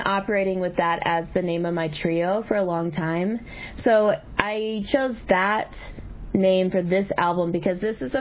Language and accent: English; Alaska, United States; now in Denver, United States; I'm based here in Denver. I'm originally from Alaska, and my roots are in the Tsimshian and Tsuut'kpyaak tribes.